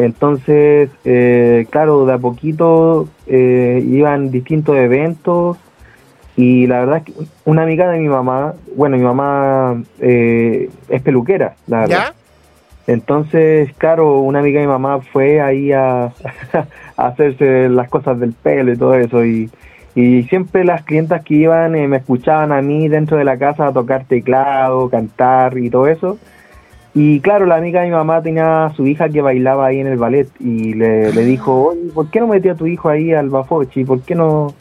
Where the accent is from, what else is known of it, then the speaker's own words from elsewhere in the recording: Paine, Santiago Metropolitan Region, Chile; Yo soy de la comuna de Paine.